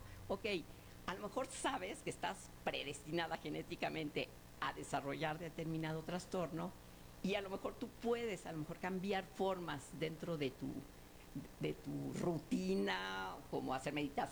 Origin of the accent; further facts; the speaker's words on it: Mexico; la gran mayoría somos mestizos mexicanos.